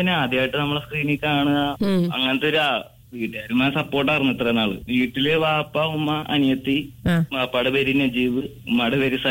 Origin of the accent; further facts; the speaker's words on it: Kallur, Kerala, India; എന്റെ വീട് കല്ലൂരാണ്, കറുകപ്പള്ളി.